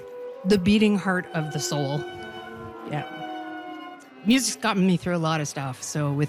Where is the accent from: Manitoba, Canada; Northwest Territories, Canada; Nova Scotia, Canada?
Northwest Territories, Canada; Yellowknife; I'm from Yellowknife, and I have traveled to Edmonton to participate in the Rusty Musicians Camp as a conductor.